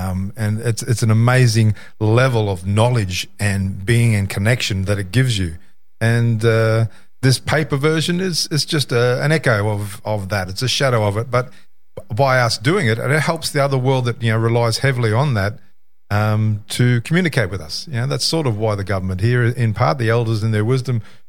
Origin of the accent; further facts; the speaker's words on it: Australia; So I never thought about that when I was just an Australian